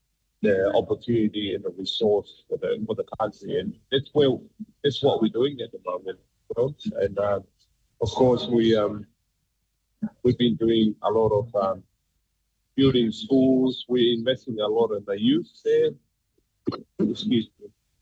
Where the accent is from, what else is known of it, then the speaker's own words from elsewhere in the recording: Tonga; English is a second language; me being a kid that born and raised in Tonga, I'm always keep my life very basic and very simple